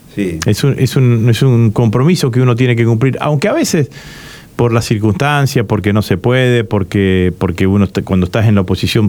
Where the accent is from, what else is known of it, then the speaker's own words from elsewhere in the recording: Vera, Santa Fe, Argentina; now in Rosario, Argentina; Cuando desde apenas llegué a la ciudad de Rosario viniendo de Vera, durante la dictadura militar.